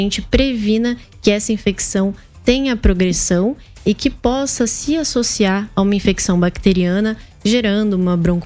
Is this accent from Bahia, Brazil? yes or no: no; Santos, São Paulo, Brazil; now in Piraju, Brazil; Não sou de Piraju, sou de Santos, mas agora pirajuense aí de coração.